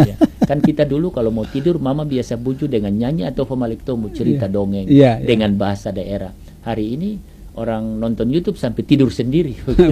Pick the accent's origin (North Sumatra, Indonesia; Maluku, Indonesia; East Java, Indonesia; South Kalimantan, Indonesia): Maluku, Indonesia; Tanimbar; sebagai orang Tanimbar, sebagai orang Maluku Barat Daya dan sebagai orang Maluku bahkan orang Indonesia